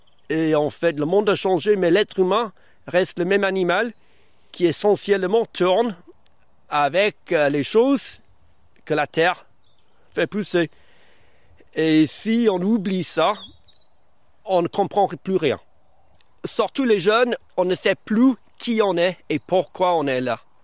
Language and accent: French; Brittany, France; accent: Breton; French is a second language; J'ai appris le français en Bretagne.